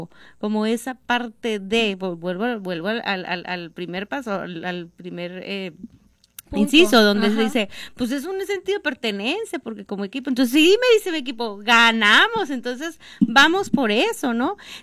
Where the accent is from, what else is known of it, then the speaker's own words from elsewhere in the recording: Mexico; como somos los mexicanos de que sabemos acoger a todos